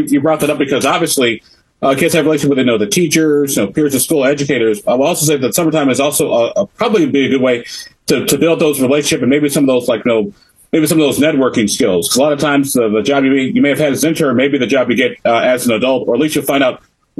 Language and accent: English; Chicago, Illinois, United States; also born or lived in Europe; growing up in Chicago and in Europe for a while, I always went to bed about 11, 12 o'clock and got up at 5.